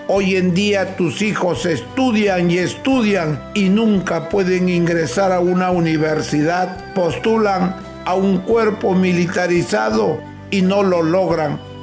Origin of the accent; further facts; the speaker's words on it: northern Peru, Peru; como buen norteño que soy.